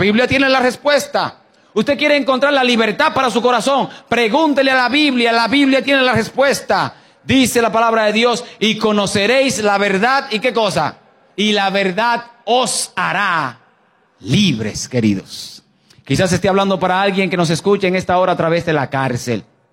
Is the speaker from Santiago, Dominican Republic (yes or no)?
yes; Santiago de los Caballeros, Santiago, Dominican Republic; en la ciudad donde nos criamos, en Santiago, República Dominicana, la ciudad donde me crié tiene una de las entradas más largas en recta y más impresionante que tiene todo el Caribe.